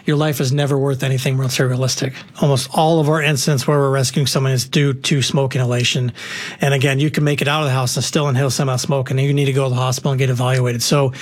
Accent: Phoenix, Arizona, United States; So I'm from here. I'm a native from Arizona, and I remember like Shea Boulevard or Glendale were like as far north as you could possibly go

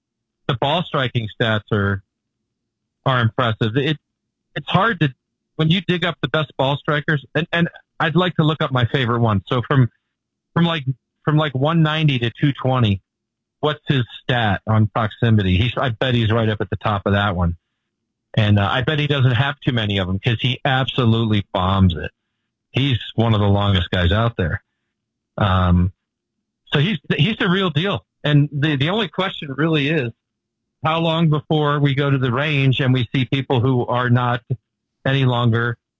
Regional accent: Baltimore, Maryland, United States; born there; I was born in Baltimore. That makes me a Baltimorean.

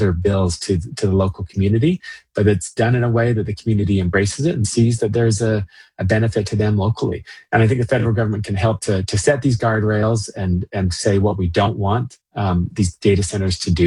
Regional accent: West Bountiful, Utah, United States; I grew up in West Bountiful, Utah, on the shores of the Great Salt Lake.

